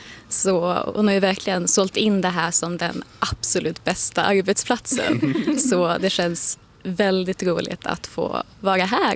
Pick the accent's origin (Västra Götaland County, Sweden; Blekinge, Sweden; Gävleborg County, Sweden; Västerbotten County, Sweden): Västerbotten County, Sweden; Skellefteå; moved away; also born or lived in Umeå; Ja, jag kom då från Skellefteå och så har jag läst litteraturvetenskap i Umeå.